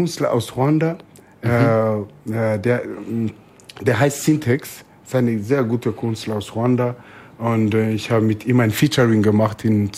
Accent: Shashamane, Oromia, Ethiopia; born there; German is a second language; moved away; Ich bin in Äthiopien geboren, aha. in Shashamane.

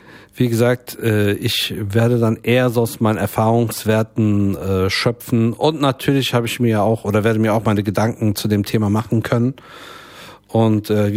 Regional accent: Frankfurt, Hesse, Germany; Und das sage ich als gebürtiger Frankfurter, der aus diesem Dorf irgendwie nie rausgekommen ist, so wirklich.

